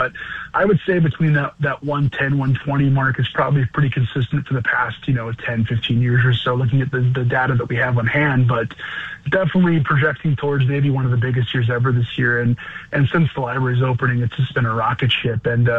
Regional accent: North Dakota, United States; We live here, grew up here

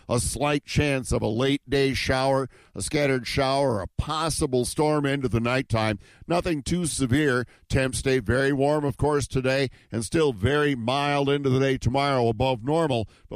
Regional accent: Oklahoma, United States; Yeah, born and raised in Oklahoma.

